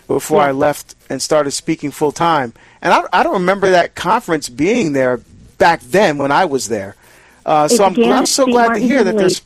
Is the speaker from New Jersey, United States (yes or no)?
yes; New Jersey, United States; born there; my home state of New Jersey